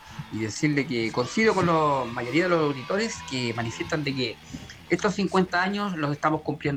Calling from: Valparaíso, Chile

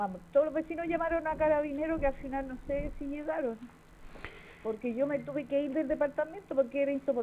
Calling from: Chile; vivo aquí en Viana.

